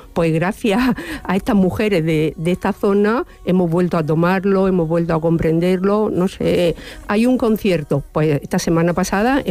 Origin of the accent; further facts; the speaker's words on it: Cuesta Blanca, Region of Murcia, Spain; Pues yo, por ejemplo, que soy de Cuesta Blanca, mi madre y mi abuela vivían del campo.